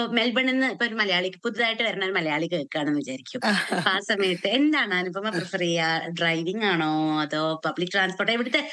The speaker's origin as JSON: {"language": "Malayalam", "town": "Ottapalam", "region": "Kerala", "country": "India", "accent": "Valluvanadan", "moved": "yes", "said": "ഞാന് പാലക്കാടാണ്. പാലക്കാട് എന്ന് പറയുമ്പോ പ്രോപ്പർ പാലക്കാടല്ല, മറ്റേ പാലക്കാട് തന്നെ പല തരത്തിലും സ്ലാങ്സ് ഉണ്ട്."}